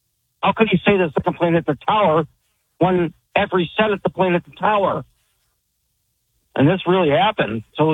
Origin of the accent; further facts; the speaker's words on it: New York, United States; now in Maui, United States; I was born in New York and grew up there.